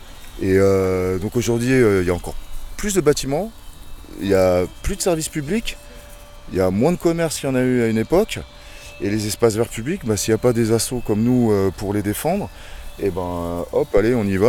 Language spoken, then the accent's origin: French; Bondy, Île-de-France, France; also born or lived in Livry-Gargan / Les Pavillons-sous-Bois; Je suis né à Livry-Gargan, j'ai grandi à Bondy et Pavillon-sous-Bois, c'est pas loin d'ici.